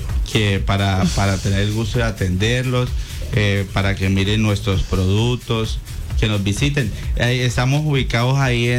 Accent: Puerto Lleras, Meta, Colombia; Soy de Puerto Lleras.

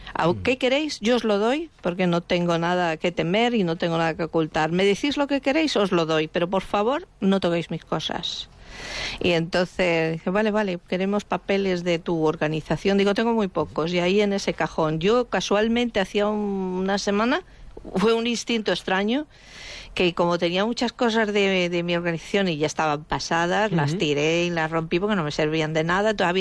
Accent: Spain; moved away; yo soy también española

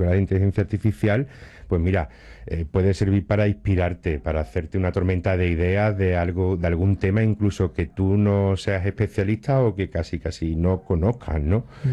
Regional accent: Ronda, Andalusia, Spain; si somos de aquí de Ronda

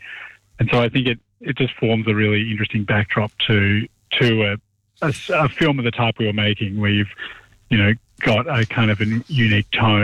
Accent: Cooma, New South Wales, Australia; I grew up in Cooma

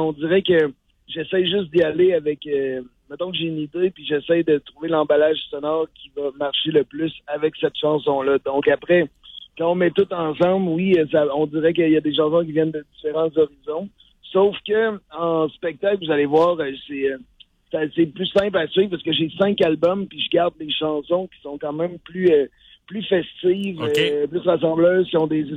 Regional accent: Quebec City, Quebec, Canada; Moi, je viens de Québec, là.

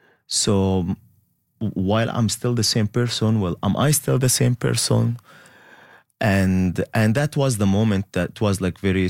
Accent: Syria; now in Toronto, Canada; I went to bed that night only as Syrian, and I woke up the next day as a Canadian

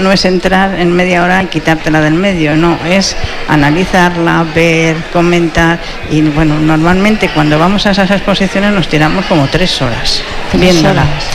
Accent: Madrid, Community of Madrid, Spain; No, somos de Madrid.

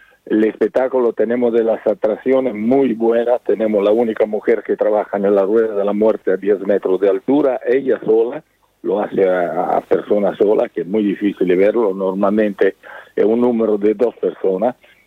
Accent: Spain; accent: Italian; also born or lived in Italy; yo nací en Italia, soy español, mi padre español, mi madre española, y yo nací en Italia y por pocos años ha quedado el acento italiano.

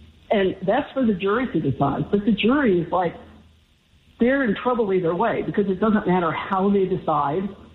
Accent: Marietta, Georgia, United States; now in Carson City, United States

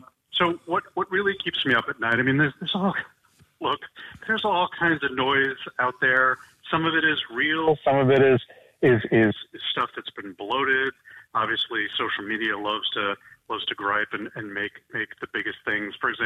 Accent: United States; what keeps me up at night is actually something much more fundamental to us in this country as American citizens

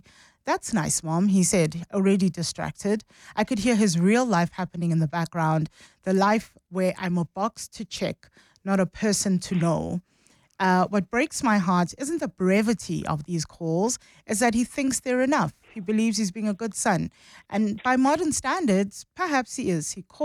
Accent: Johannesburg, Gauteng, South Africa; my favorite city. It is my hometown, and so I'm thrilled that 702 Walk the Talk returns to the city of Joburg

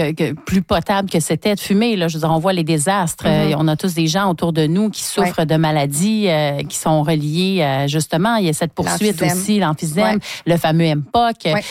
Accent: Joliette, Quebec, Canada; moi, je viens de Joliette, là, puis à mon époque, là, les adolescents, quand même, il fallait être fort pour travailler au tabac quand même.

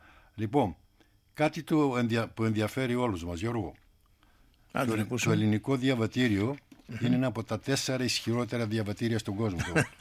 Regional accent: Greece; είμαστε Έλληνες.

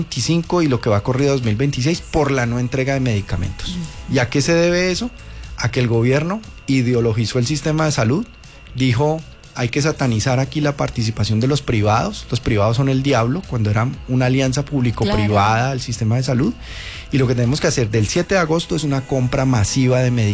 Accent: Colombia

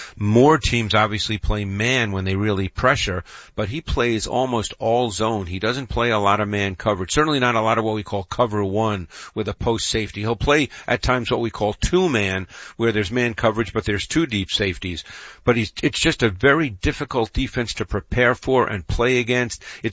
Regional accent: Queens, New York, United States; Cause I grew up in Queens, Anita. I know you're a Florida girl, but I grew up in Queens and not a lot of high schools in New York City have football.

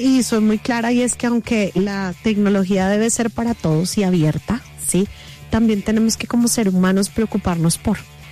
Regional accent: Colombia; Entonces, si nos unimos como colombianos y si existieran más uniones para ayudar, eso daría.

